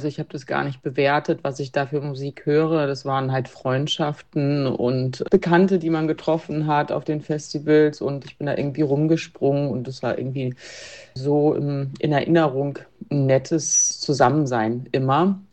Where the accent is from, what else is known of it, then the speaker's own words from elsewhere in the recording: Wuppertal, North Rhine-Westphalia, Germany; also ich bin in Wuppertal aufgewachsen, muss man dazu sagen, wo eine tolle Jazzszene war.